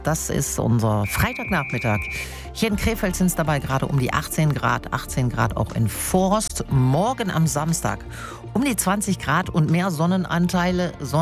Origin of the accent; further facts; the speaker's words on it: Netherlands; now in Germany; Da habe ich als Niederländerin natürlich noch ein bisschen was anderes mit zu tun.